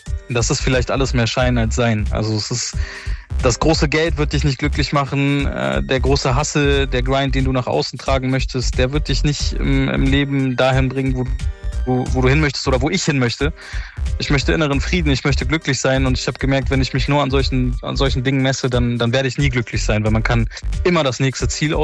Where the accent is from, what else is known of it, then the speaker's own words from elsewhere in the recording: Bremen, Germany; aber Bremen ist jetzt, obwohl es meine Heimatstadt ist